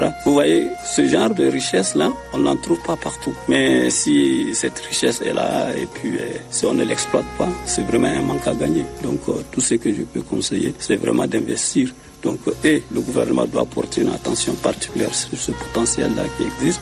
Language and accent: French; Chad; now in Angola; chez nous, elle est naturelle